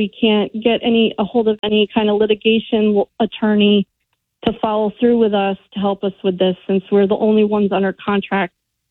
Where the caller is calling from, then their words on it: Spring Hill, United States; I'm calling from Spring Hill.